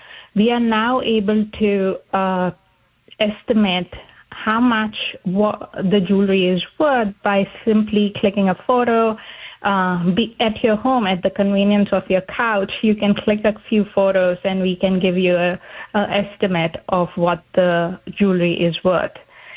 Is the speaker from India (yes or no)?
yes; India; now in United States; me and my co-founder Nidhi both grew up in India